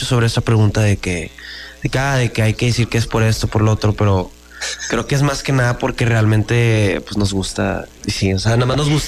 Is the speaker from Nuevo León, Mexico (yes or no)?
yes; Monterrey, Nuevo León, Mexico; Sí, somos de Monterrey. Regios.